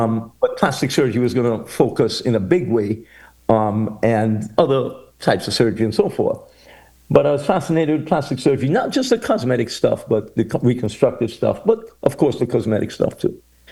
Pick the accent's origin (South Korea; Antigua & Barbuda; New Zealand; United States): Antigua & Barbuda; moved away; I'm from Antigua, you know.